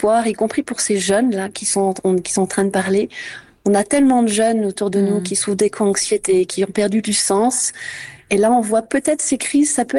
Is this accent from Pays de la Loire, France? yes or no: no; Bourgogne-Franche-Comté, France; Chez nous, en Bourgogne, c'est la sécheresse.